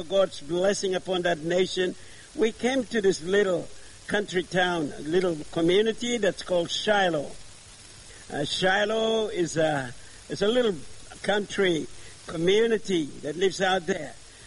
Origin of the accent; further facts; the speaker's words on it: Solomon Islands; moved away as an adult; from Solomon Islands. I've been a missionary here for 37 years.